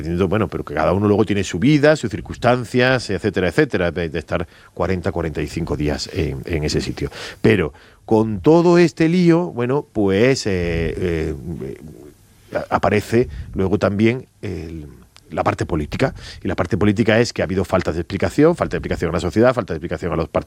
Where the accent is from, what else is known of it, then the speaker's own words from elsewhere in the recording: Andalusia, Spain; Yo me quedo con que somos andaluces y no solamente estamos levantados del sofá